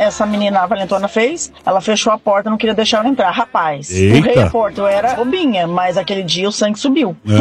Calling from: Lins, São Paulo, Brazil; eu vou sair daqui da cidade de Lins

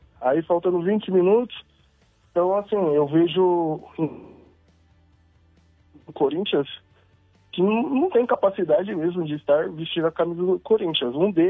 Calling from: São Paulo, Brazil; sou de Pirituba

